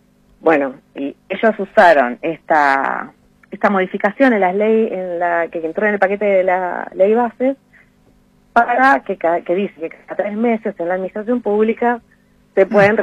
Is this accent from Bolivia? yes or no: no; Bariloche, Río Negro, Argentina; yo soy de Bariloche, me fui a estudiar. En esa época no había universidades acá en Bariloche con carrera completa